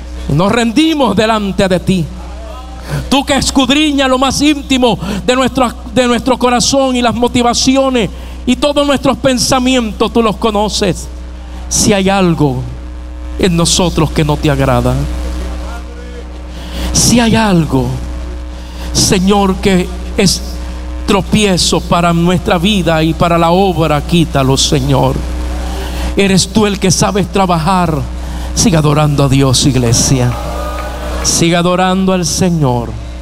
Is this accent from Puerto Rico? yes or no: yes; Puerto Rico; Y si usted y yo como puertorriqueños caemos en una crisis